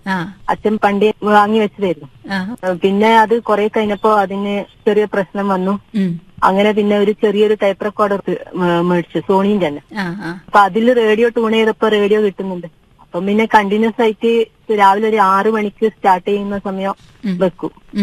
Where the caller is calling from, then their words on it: Kerala, India; ഞാൻ പള്ളിയാമൂലയാണ്